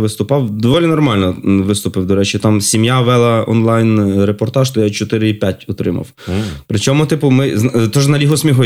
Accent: Lviv, Lviv Oblast, Ukraine; Довженка, оскільки я з Сихова, старого Сихова.

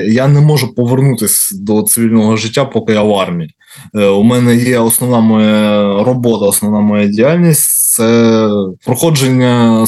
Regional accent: Kharkiv, Kharkiv Oblast, Ukraine; Ось я з Харкова, у нас є циркова студія

